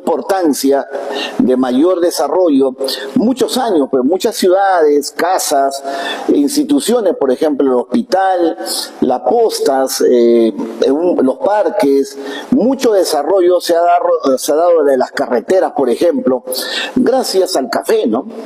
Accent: Peru

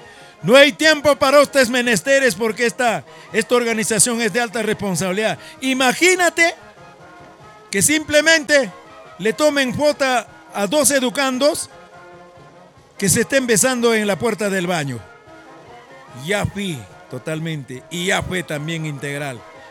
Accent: Ancash, Peru; Yo soy de Collahuasi

